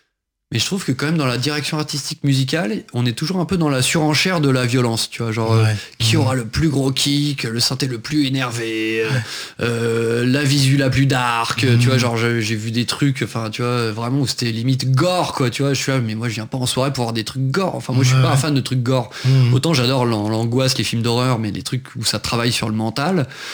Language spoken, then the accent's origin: French; Hauts-de-France, France; now in Paris, France; Moi, je viens de l'Oise à la base. Je suis Picard.